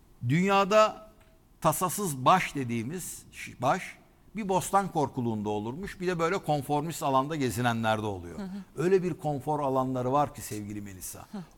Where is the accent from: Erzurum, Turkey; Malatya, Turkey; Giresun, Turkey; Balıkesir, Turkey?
Balıkesir, Turkey; bizim köyde Balıkesir'de kahve 20 lira, çay 20 lira kardeşim.